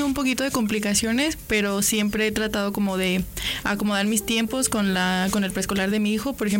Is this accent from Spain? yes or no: no; Cosío, Aguascalientes, Mexico; llegar a Cosío, porque soy de Cosío.